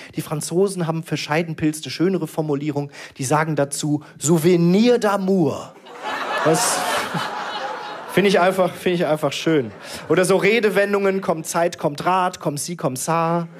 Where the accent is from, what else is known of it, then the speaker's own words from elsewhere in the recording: Krefeld, North Rhine-Westphalia, Germany; Denn ich bin aufgewachsen in der Nähe von Paris, in Krefeld. Ich weiß nicht, ob Ihnen das ein Begriff ist.